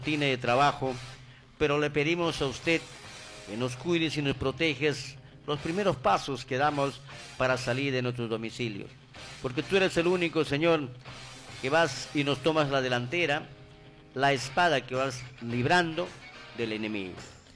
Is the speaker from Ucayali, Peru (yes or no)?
yes; Ucayali, Peru; en nuestra región de Ucayali, especialmente, ¿no?, provincia de Parabat.